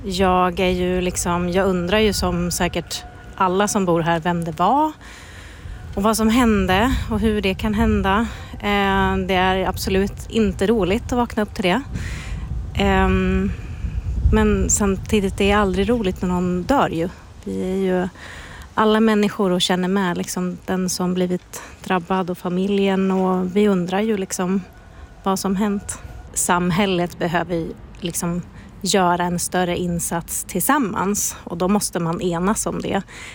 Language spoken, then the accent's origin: Swedish; Norrland, Sweden; moved away; Jag kommer från Norrland